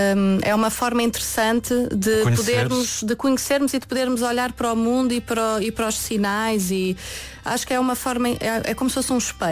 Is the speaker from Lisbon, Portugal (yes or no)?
yes; Lisbon, Portugal; now in Porto, Portugal; Exatamente, sou de Lisboa, estou cá há 3 anos, até vim para cá para fazer um mestrado em som na ESMAI.